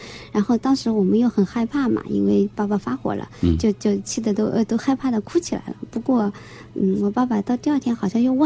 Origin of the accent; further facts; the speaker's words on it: Anhui, China; 在我们安徽的乡下，就是像我们这样有五个女儿的一个家庭